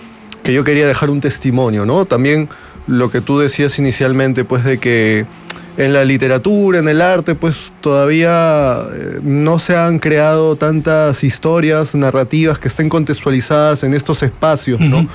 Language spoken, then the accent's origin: Spanish; Lima, Peru; esa experiencia personal de haber vivido toda mi vida en Lima Norte